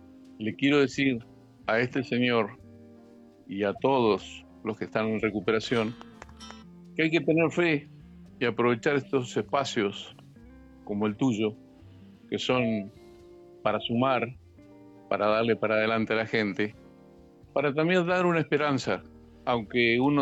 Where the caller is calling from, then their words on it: Zapala, Neuquén, Argentina; Yo soy de Zapala, Neuquén.